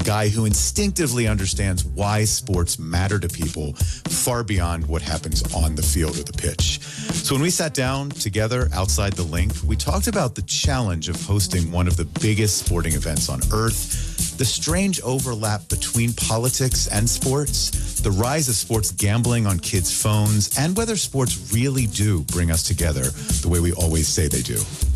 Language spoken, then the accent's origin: English; Pennsylvania, United States; My home state is in the middle of a summer unlike any it's seen before. Along with the World Cup, Pennsylvania hosted the NFL draft this year.